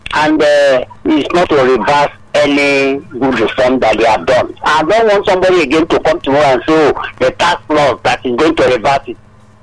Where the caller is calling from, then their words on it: Abuja, Federal Capital Territory, Nigeria; I'm calling from Abuja, Nicotin.